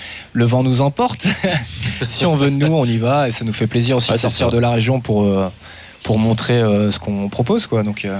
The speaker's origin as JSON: {"language": "French", "region": "Auvergne-Rhône-Alpes", "country": "France", "said": "Ouais, on est un peu dans la cambrousse avec Rémi, le batteur, à 40 minutes d'Annecy, mais oui, on est"}